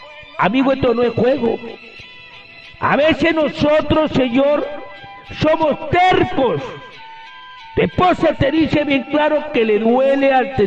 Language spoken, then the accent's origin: Spanish; Huancabamba, Piura, Peru; por Olmo, por Botupe, ha sido al mismo Piura y hasta el mismo Laguna El Rey en Huancabamba, mi tierra.